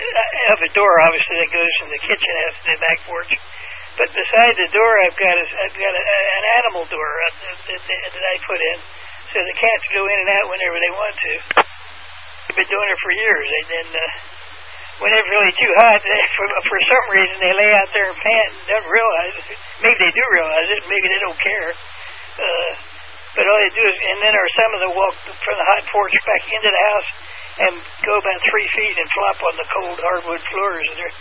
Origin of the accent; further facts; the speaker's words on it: Newark, Delaware, United States; When I grew up in Newark, Delaware, we had a 5 and 10 store as well.